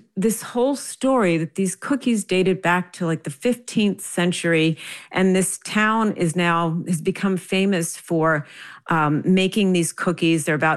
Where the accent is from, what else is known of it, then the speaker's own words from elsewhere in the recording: New Jersey, United States; growing up in New Jersey, which is where I grew up